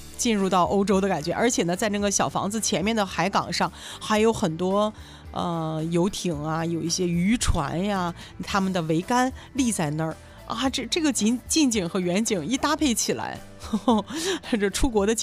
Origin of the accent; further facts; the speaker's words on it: Dalian, Liaoning, China; 我们大连人所有的结婚的青年男女们